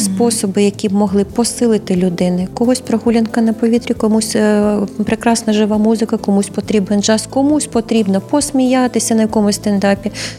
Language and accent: Ukrainian; Odesa, Odesa Oblast, Ukraine; я з Одеси, місто літератури